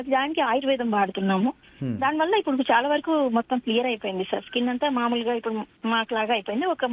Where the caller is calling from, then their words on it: Hyderabad, Telangana, India; నేను హైదరాబాద్ నుంచి మాట్లాడుతున్నాను.